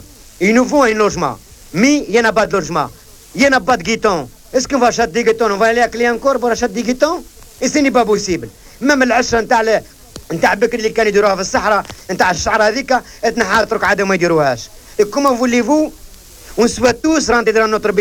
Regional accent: Algeria; moved away

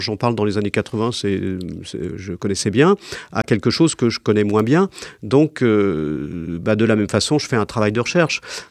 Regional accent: Saint-Herblain, Pays de la Loire, France; also born or lived in Nantes; Moi, je suis né à Saint-Herblain. Enfin, je suis né à Nantes, mais j'ai vécu à Saint-Herblain. J'étais à Camus, donc j'ai vécu ma jeunesse dans l'environnement de Bellevue.

